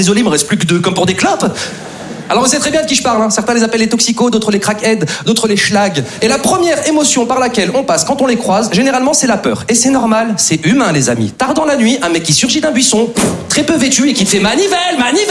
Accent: Lyon, Auvergne-Rhône-Alpes, France; now in Paris, France; Moi, comme beaucoup d'entre vous, les amis, je suis originaire de province, je suis originaire de Lyon. Et c'est vrai qu'avant de m'installer sur Paris, j'avais des petites appréhensions sur cette ville, tu vois.

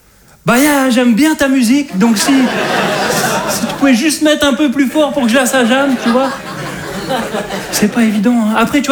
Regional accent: Hauts-de-France, France; je suis un ch'ti.

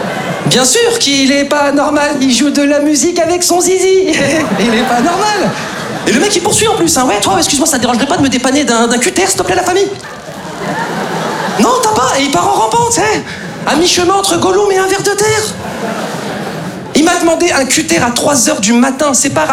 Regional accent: Lyon, Auvergne-Rhône-Alpes, France; now in Paris, France; je suis originaire de province, je suis originaire de Lyon. Et c'est vrai qu'avant de m'installer sur Paris

